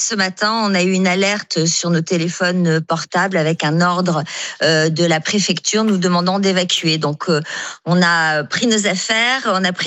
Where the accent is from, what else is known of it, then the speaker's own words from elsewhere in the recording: Nouvelle-Aquitaine, France; moi, je suis une enfant du pays